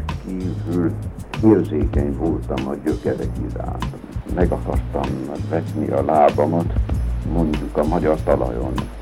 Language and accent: Hungarian; Nagykanizsa, Zala, Hungary; amikor a szülővárosomból Nagykanizsáról eltört Budapestre. Budapest az számomra Párizs volt.